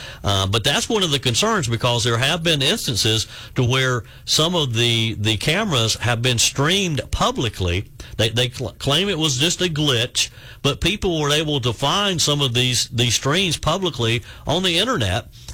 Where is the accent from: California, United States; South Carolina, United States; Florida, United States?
South Carolina, United States; my home state of South Carolina